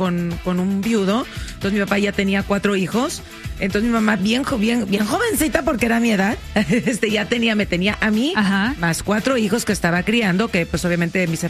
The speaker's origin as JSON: {"language": "Spanish", "country": "Mexico", "tie": "born or raised there", "moved": "yes", "lives_now": "United States", "said": "No, yo te hablo de México porque yo crecí en México."}